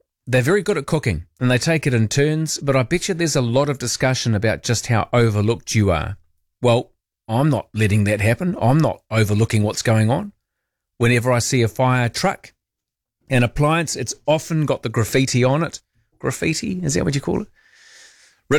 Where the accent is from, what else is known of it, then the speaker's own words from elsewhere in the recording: Christchurch, Canterbury, New Zealand; I'm from Christchurch. Christchurch was where I was made and delivered.